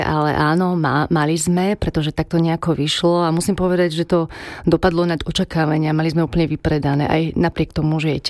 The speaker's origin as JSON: {"language": "Slovak", "region": "Žilina Region", "country": "Slovakia", "tie": "born or raised there", "said": "pretože ja som tiež také dievča z hôr, v podstate som vyrástla pod Martinskými holami, takže trošku sa s týmto dievčatkom identifikujem, aj to, že vyrástla pri zvieratách"}